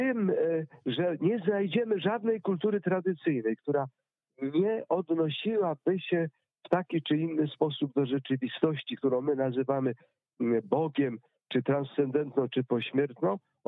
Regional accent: Pomeranian Voivodeship, Poland; I chcę opowiedzieć anegdotkę z moich rodzinnych stron, mianowicie Kaszuby

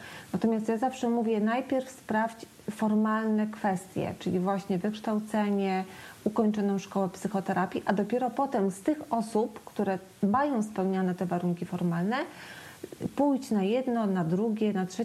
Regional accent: Lublin, Lublin Voivodeship, Poland; w miejscu, gdzie ja mieszkam, jestem z Lublina

